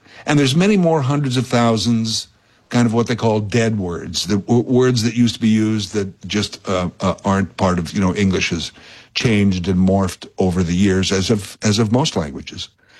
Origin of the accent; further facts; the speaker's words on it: Canada; I mean, it's just it's a great part of being a Canadian is having two seasons, hockey season and the off season.